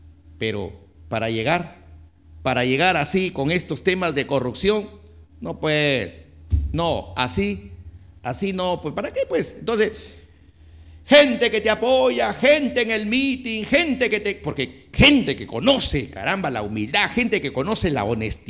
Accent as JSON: {"language": "Spanish", "town": "Olmos", "region": "Lambayeque", "country": "Peru", "said": "yo también quiero también servirle a mi pueblo."}